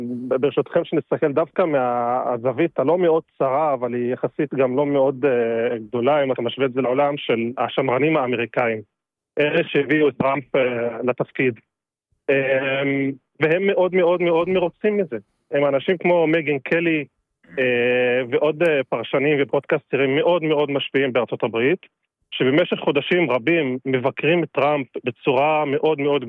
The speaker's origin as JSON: {"language": "Hebrew", "town": "Jerusalem", "region": "Jerusalem District", "country": "Israel", "tie": "born there", "said": "אני נולדתי במזרח ירושלים, שם לא מקבלים אזרחות ישראלית, וקיבלתי אותה רק לפני שנתיים, קצת פחות."}